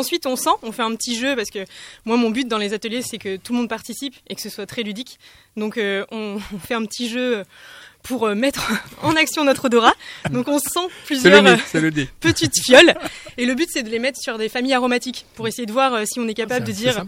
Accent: Bordeaux, Nouvelle-Aquitaine, France; moi, je suis de Bordeaux

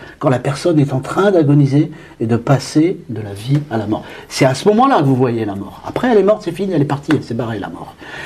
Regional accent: Hauts-de-France, France; Je suis jeune journaliste, je déboule de mon école et de mon enfance dans le Pas-de-Calais.

